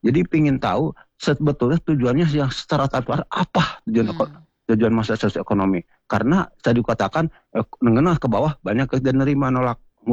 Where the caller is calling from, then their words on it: Bandung, West Java, Indonesia; Saya dari Bandung Timur, Bu.